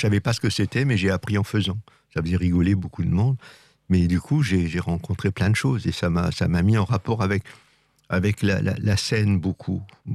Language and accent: French; Lille, Hauts-de-France, France; also born or lived in Gers; Je suis né dans le Gers, là-bas. Mes parents étaient réfugiés pendant la guerre. Et donc, mais très vite, on est arrivé à Lille, j'ai vécu au bord du quartier Saint-Sauveur, pour ceux qui connaissent.